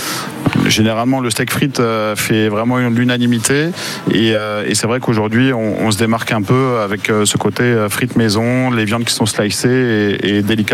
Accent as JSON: {"language": "French", "region": "Pays de la Loire", "country": "France", "said": "Alors, moi, je suis originaire de la Sarthe. J'ai fait mes armes sur Paris et j'ai décidé de vivre dans les Bouches-du-Rhône il y a une petite dizaine d'années."}